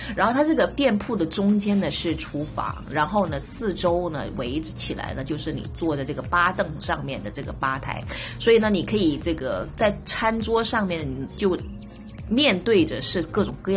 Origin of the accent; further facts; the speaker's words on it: China; 让我回到了这个小的时候在中国那种菜市场的感觉